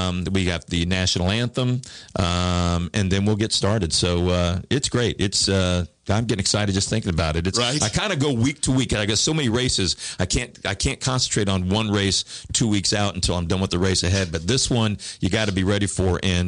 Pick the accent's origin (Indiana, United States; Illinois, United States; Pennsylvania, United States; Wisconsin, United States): Indiana, United States; Bloomington; I'm from Bloomington.